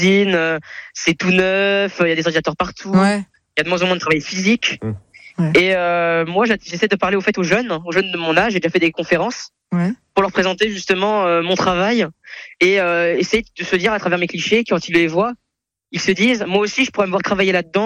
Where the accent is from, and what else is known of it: Bougival, Île-de-France, France